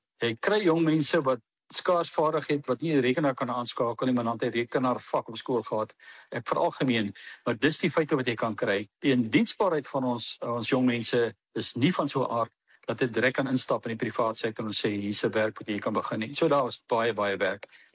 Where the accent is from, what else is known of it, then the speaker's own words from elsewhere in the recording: George, Western Cape, South Africa; ook in my area waar ek vandaan kom, hoeveel gemeenskapsale is daar? Ek dink as 'n stuk of 14 gemeenskapsale reg oor die Breer George area.